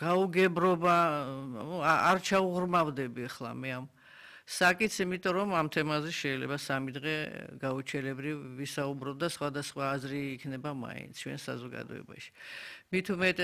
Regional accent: Sukhumi, Abkhazia, Georgia; მე პოლიტიკოსი ვარ, სოხუმიდან ვარ გამოდევნილი ადამიანი

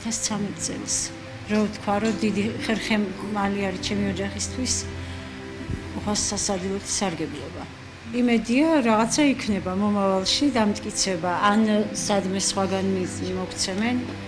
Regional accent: Mestia, Samegrelo-Zemo Svaneti, Georgia; moved away as an adult; now in Tbilisi, Georgia; მე თვითონ მესტიიდან ვარ.

